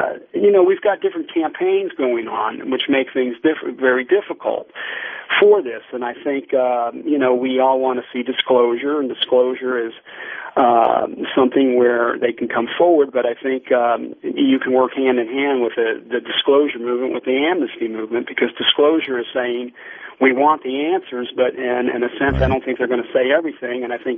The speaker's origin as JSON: {"language": "English", "country": "United States", "said": "I like to see us be in the forefront, which is America, because I'm an American."}